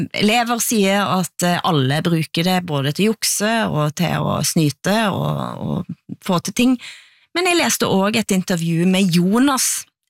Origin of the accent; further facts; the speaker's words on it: Erfjord, Rogaland, Norway; Som inkluderer Borges og Erfjord, der jeg kommer fra, vel å merke.